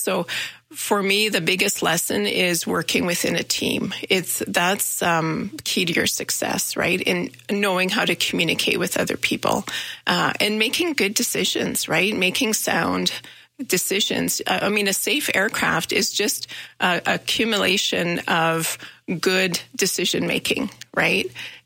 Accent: Manitoba, Canada; now in Calgary, Canada; I'm originally from Manitoba, and I came to SAIT, and I remember driving to Calgary. And so everything's new. I didn't know anybody.

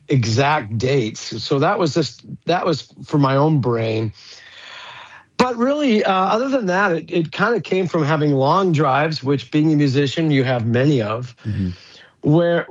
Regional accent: Saskatchewan, Canada; And when I grew up in Saskatchewan, I met T.C. Douglas.

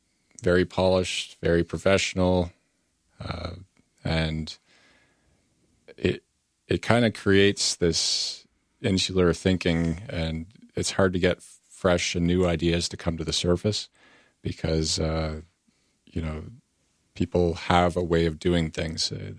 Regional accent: West Carleton, Ontario, Canada; I grew up in West Carleton, just west of Ottawa.

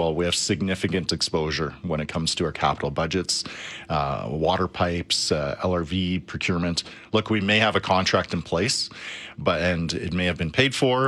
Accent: Calgary, Alberta, Canada; because I grew up in Northeast Calgary

